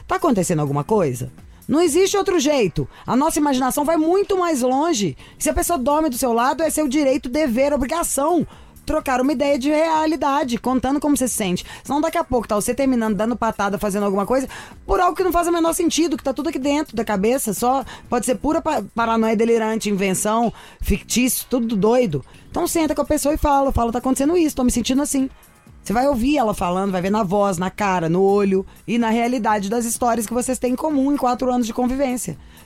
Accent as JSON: {"language": "Portuguese", "region": "Minas Gerais", "country": "Brazil", "said": "Eu sou mineira."}